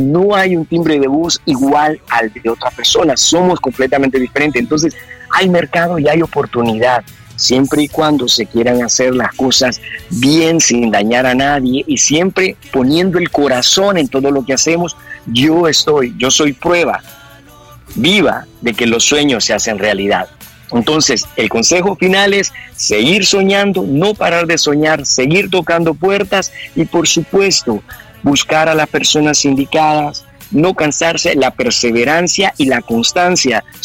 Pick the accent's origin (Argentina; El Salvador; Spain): El Salvador; moved away; por sentirme orgulloso de ser salvadoreño y estar representando a El Salvador fuera de las fronteras de El Salvador